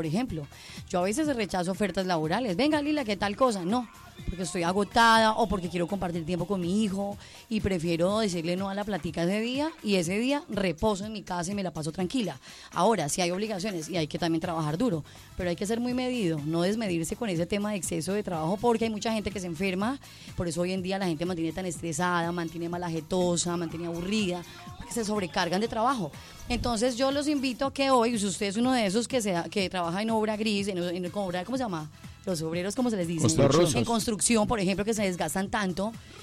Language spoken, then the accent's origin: Spanish; Colombia; el cansancio de laburar, el rebusque de uno como colombiano y todo ese desgaste